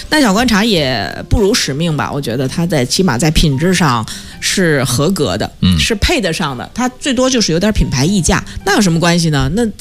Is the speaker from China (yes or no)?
yes; China; 其实我觉得这个包装这个问题哈，就是咱们就是中国人送礼是讲面子的，